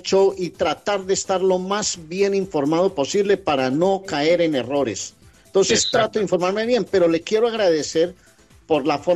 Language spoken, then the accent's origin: Spanish; Colombia; soy un colombiano que viene con gusto a Boston a disfrutar de su familia